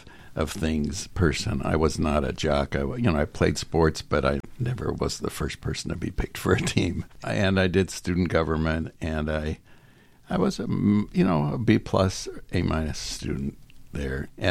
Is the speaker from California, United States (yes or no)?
yes; Los Angeles, California, United States; moved away as an adult; also born or lived in Burbank, California; now in Olympic Peninsula, Washington, United States; I'm born and bred in Los Angeles. I lived there for pretty much 44 years.